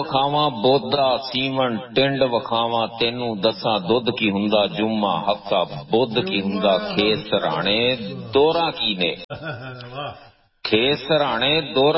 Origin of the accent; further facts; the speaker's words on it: Punjab, Pakistan; ہاں جی میں پنجابی دے وچ لکھنا جی، اردو لکھ سکدا لیکن میں پنجابی ہاں، میں پنجابی دے وچ ہی لکھنا وا تے پنجابی نال پیار کرنا وا.